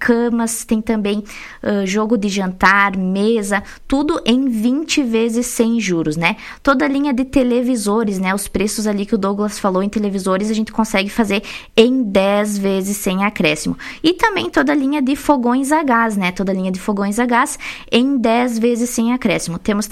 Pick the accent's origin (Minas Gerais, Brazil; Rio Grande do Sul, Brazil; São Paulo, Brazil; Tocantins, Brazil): Rio Grande do Sul, Brazil; Vacaria; moved away as an adult; also born or lived in Antônio Prado; estou retornando, né, para minha terra natal, Vacaria.